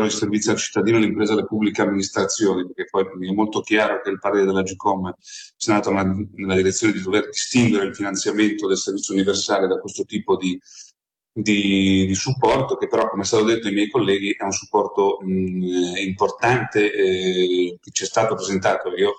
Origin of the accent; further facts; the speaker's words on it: Liguria, Italy; vengo dalla Liguria